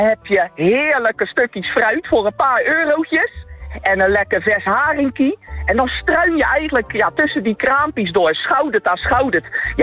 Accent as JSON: {"language": "Dutch", "town": "Rotterdam", "region": "South Holland", "country": "Netherlands", "tie": "born or raised there", "said": "Echt geboren en getogen in het wijkje Feyenoord. En mijn ouders die woonden er nog steeds, waar ik ben geboren. Ja, ik heb daar zo'n fantastische jeugd gehad."}